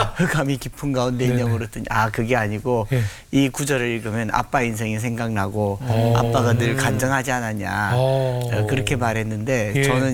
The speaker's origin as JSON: {"language": "Korean", "region": "Daegu", "country": "South Korea", "tie": "born or raised there", "said": "저희는 뭐 어릴 적에 거기서 나서 자랐으니까"}